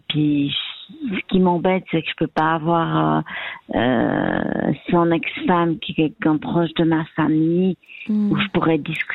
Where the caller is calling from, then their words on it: Geneva, Switzerland; moi, je suis à Genève